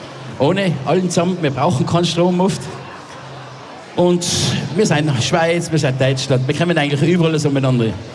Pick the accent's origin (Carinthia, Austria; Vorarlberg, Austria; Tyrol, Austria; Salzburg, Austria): Tyrol, Austria; Matrei am Brenner; ich komme aus Mattrei, das ist gleich da ums Eck. Ich habe da jetzt 5 Minuten heim.